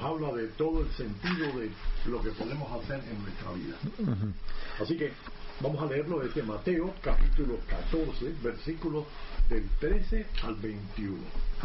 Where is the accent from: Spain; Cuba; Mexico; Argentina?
Cuba; moved away; No, en Cuba ya una vez que salí de Cuba.